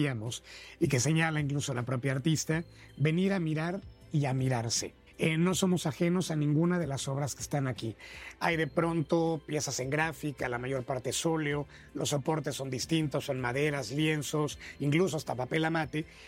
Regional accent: Mexico City, Mexico

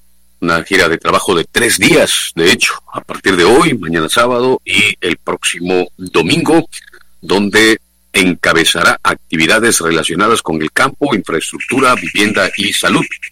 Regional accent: Oaxaca, Mexico; para nosotros como oaxaqueños

